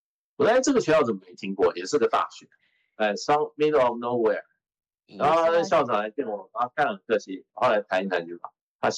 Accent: China

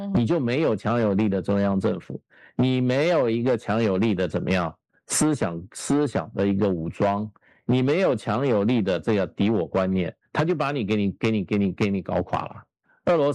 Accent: China; 我们中国人

